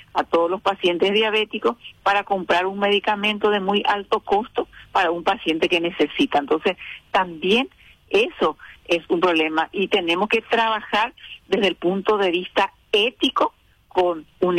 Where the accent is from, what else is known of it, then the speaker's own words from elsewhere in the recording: Paraguay; tenemos como ciudadano paraguayo